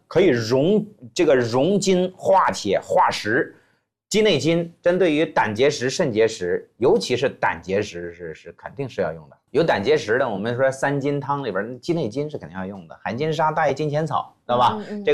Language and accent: Chinese; China; 用我们中国人的传统说法，就是你看大公鸡，雄鸡报晓